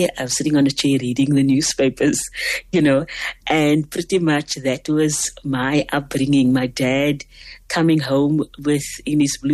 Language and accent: English; Cape Town, Western Cape, South Africa; growing up in Mitchell's Plain.